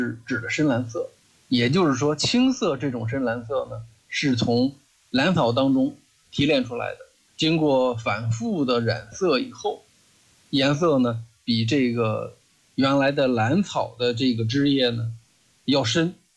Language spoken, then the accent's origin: Chinese; Hebei, China; 就是咱们河北人